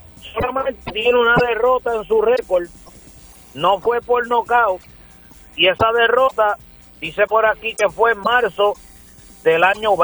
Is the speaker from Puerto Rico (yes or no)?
yes; Puerto Rico